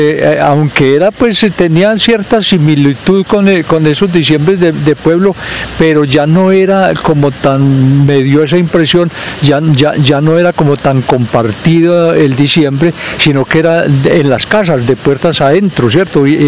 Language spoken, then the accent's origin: Spanish; Sonsón, Antioquia, Colombia; los primeros diciembres que yo recuerdo fue en mi pueblo, en Sonsón, por allá en el año 1964-65.